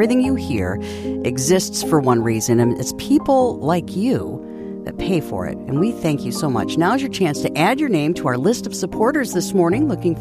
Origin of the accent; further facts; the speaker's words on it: Houghton Lake, Michigan, United States; Houghton Lake, my hometown